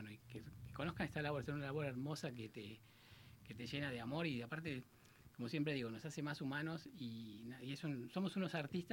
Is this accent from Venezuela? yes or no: no; San Luis, Argentina; born there; moved away; also born or lived in Buenos Aires; Yo, por ejemplo, me formé en Buenos Aires y, bueno, después me vine a vivir acá. Yo soy de San Luis, nací en San Luis.